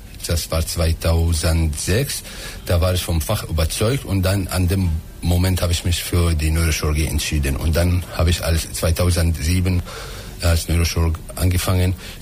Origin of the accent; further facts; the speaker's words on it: Aleppo, Aleppo Governorate, Syria; German is a second language; moved away as an adult; now in Germany; Ursprünglich komme ich aus Syrien, ich bin in Aleppo geboren und 2005 habe ich mich entschieden, nach Deutschland zu kommen, um meinen Facharzt zu erlangen.